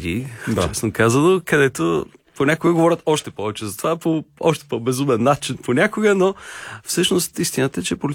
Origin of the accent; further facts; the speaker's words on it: Stara Zagora, Stara Zagora Province, Bulgaria; born there; now in Sofia, Bulgaria; роден съм в Стара Загора и гледам да не губя връзката с града.